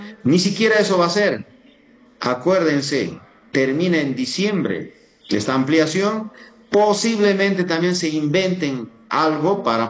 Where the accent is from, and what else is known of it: Bolivia